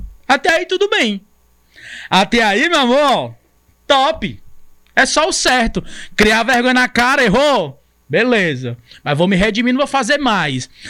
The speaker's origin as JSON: {"language": "Portuguese", "region": "Ceará", "country": "Brazil"}